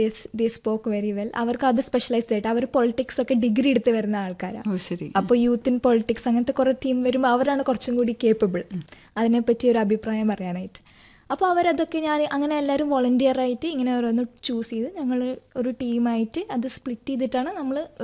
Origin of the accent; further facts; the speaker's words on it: Kerala, India; moved away; also born or lived in North India; ഞാൻ ഇങ്ങനെ നോർത്തിലായിരുന്നു, അതുകൊണ്ട് എനിക്ക് ഈ ലാംഗ്വേജ് കുറച്ചും കൂടി ഫ്ലുവൻസി ഉണ്ട്. അപ്പോൾ പറഞ്ഞു നിന്നെ കണ്ടാൽ തോന്നില്ലല്ലോ, ഞാൻ പറഞ്ഞു ഞാൻ മലയാളിയാണ്, കണ്ടാൽ തോന്നിട്ടുണ്ട് എനിക്ക് ഹിന്ദി അറിയാം.